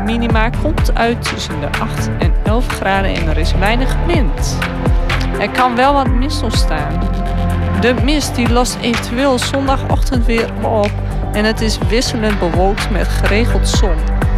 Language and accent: Dutch; Klazienaveen, Drenthe, Netherlands; Ja, ik kom uit Klasineveen zelfs.